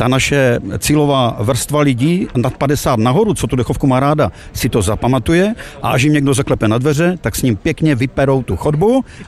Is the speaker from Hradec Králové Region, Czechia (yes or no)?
no; Ostrava, Moravian-Silesian Region, Czechia; Já jsem z Ostravy, ale začal jsem za ním jezdit do té Stonavy